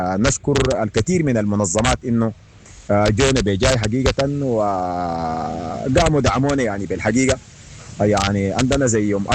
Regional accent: Sudan; now in Uganda; وربنا إن شاء الله يجعل لنا بلدنا السودان آمنة مطمئنة سخاء رخاء بإذن الله سبحانه وتعالى

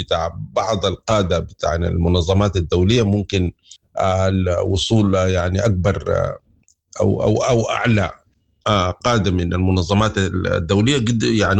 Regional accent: Sudan; عندنا في السودان

